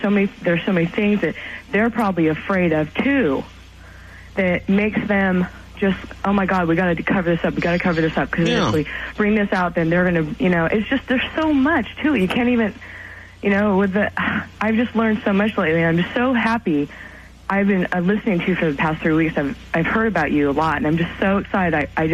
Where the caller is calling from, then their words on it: California, United States; I'm calling from California.